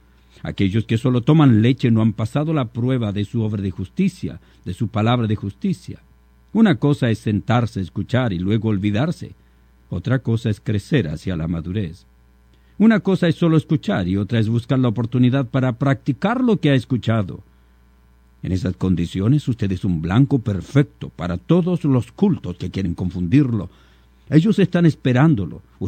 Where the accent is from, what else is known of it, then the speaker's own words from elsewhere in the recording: Chile; las paradas militares en mi país el 18 de septiembre en Chile o el 21 de mayo.